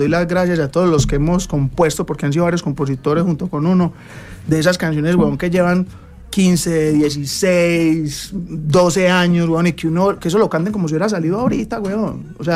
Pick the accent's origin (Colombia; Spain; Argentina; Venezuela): Colombia; Envigado, Antioquia; Yo crecí en un barrio en Envigado y aún vivo en Envigado. En otro lugar, pero allá mismo.